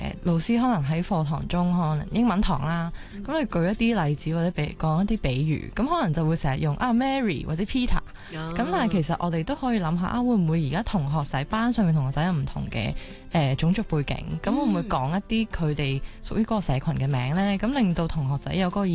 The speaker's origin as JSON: {"language": "Cantonese", "country": "Hong Kong", "said": "我自己就是一个亚洲女性，我是一个香港人，我懂得讲广东话。"}